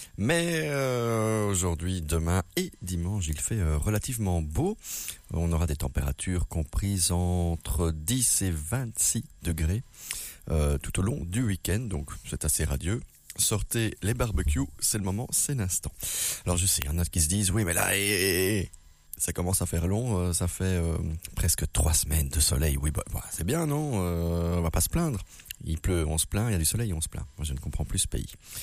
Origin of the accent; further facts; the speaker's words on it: Belgium; je suis belge, mais dans mon cœur, je suis espagnol, moi. Olé, olé. Je ne sais pas ce que je fous ici en Belgique. Moi, j'aurais dû naître en Espagne, en Italie ou en Algérie, que sais-je. Mais pas ici.